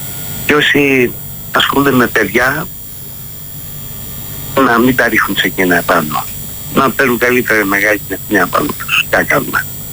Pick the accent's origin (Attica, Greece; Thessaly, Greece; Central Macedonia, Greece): Attica, Greece; Εγώ τα παιδικά μου χρόνια τα ρίσα στα Νοπριδίσια